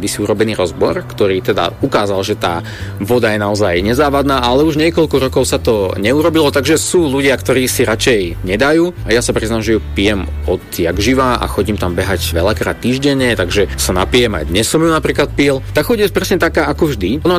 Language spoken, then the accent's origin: Slovak; Dubnica nad Váhom, Trenčín Region, Slovakia; u nás v Dubnici